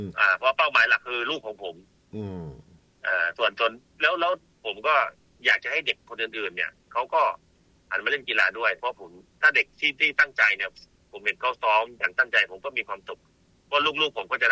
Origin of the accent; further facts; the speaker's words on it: Nakhon Si Thammarat, Thailand; นครศรีธรรมราช